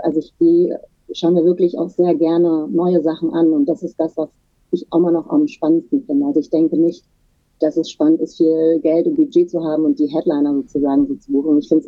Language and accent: German; Turkey; ich bin ja selber Türkin und queer